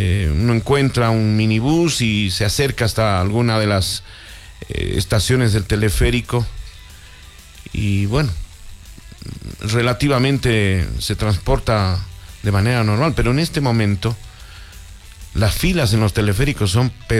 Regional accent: Bolivia; Nosotros, como bolivianos

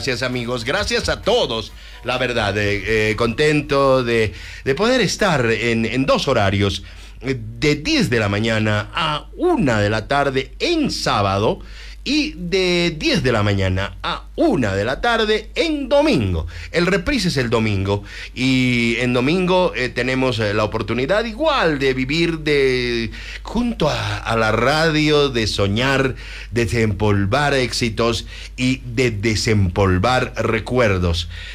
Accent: Chile; Soy chileno y me gusta tu programa

